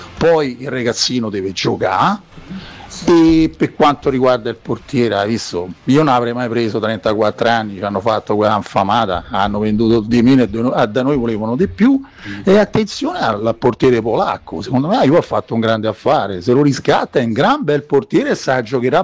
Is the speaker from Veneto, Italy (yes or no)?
no; Rome, Lazio, Italy; Io sono di Roma, tu conosci benissimo l'ambiente romano